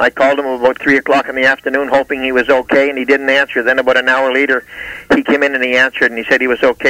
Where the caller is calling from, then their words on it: New Brunswick, Canada; I'm calling from New Brunswick, Canada.